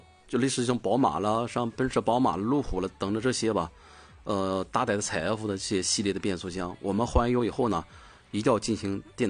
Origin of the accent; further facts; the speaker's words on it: Dalian, Liaoning, China; accent: Dalian dialect; 我们大连话